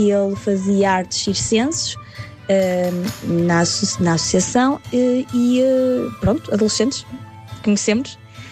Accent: Santa Maria da Feira, Norte, Portugal; um evento da minha cidade natal

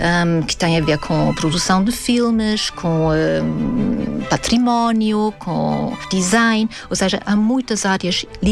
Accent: Salzburg, Austria; moved away; pronto, nasceu em Salzburg, que é a minha cidade natal

